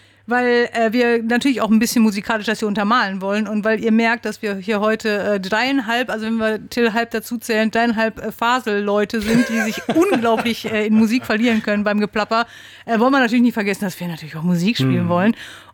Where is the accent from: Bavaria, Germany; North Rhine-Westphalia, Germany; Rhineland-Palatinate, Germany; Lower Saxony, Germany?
North Rhine-Westphalia, Germany; ich komme aus dem Sauerland.